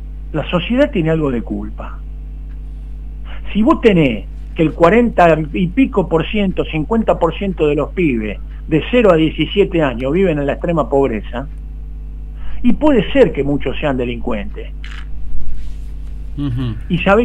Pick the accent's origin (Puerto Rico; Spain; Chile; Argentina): Argentina